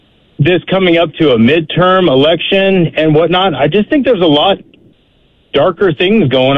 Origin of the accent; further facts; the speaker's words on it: Alaska, United States; moved away; I'm also from Alaska. And I was born and raised there, and I worked in the oil fields in Alaska.